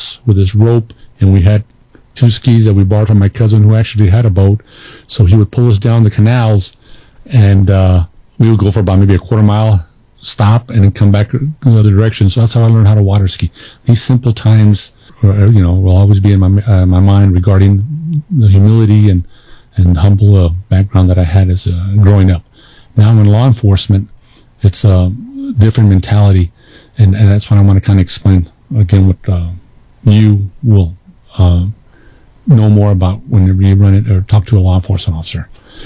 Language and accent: English; El Paso, Texas, United States; When I was growing up in El Paso, I hung out with a lot of classic rockers